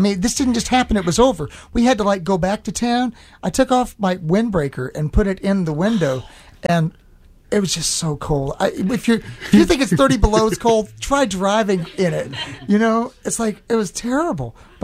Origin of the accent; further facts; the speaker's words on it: Texas, United States; Well, both of Ezra and I grew up down on the Gulf of Mexico area near Galveston, near Houston, and spent a lot of time at the beach.